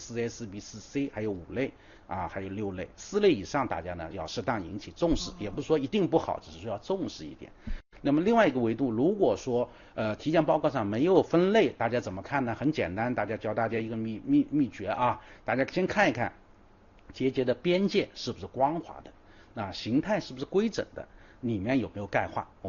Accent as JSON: {"language": "Chinese", "country": "China"}